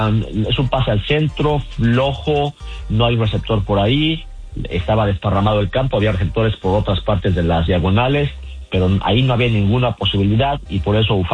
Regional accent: Mexico City, Mexico; A mí no me afectaría, porque pues yo soy de la Ciudad de México, mi querido Toro, igual que tú

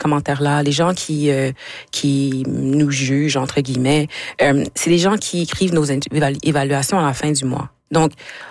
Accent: Quebec, Canada; moved away; Je suis partie du Québec, ça fait

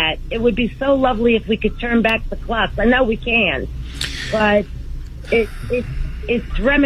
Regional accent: New York, United States; I'm 69. I was born and brought up in New York. And when I went to school, it was multicultural.

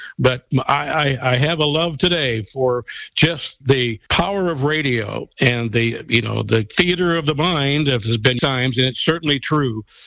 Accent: Iowa Falls, Iowa, United States; growing up in Iowa Falls

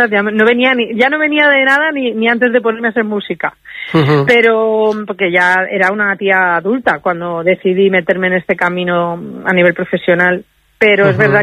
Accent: Bogarra, Castilla-La Mancha, Spain

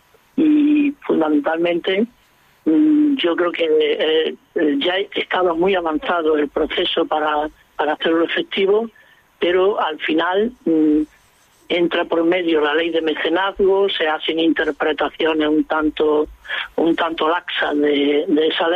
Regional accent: Córdoba, Andalusia, Spain; Yo que soy de Córdoba.

